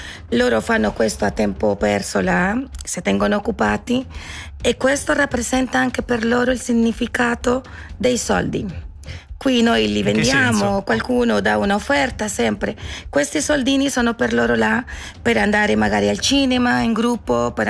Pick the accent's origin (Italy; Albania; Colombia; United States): Colombia; Barrancabermeja, Santander; Italian is a second language; moved away as an adult; now in Ticino, Switzerland; Io sono di Barranca Bermeja, una città petrolifera proprio della Colombia